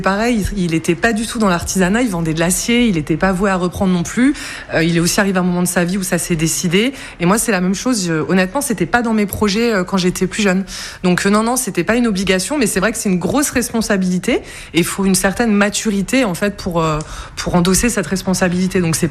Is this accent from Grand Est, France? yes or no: yes; Boulay-Moselle, Grand Est, France; j'ai grandi à Boulay, moi, hein, donc effectivement, les gens me connaissent. Ils m'ont connue petite.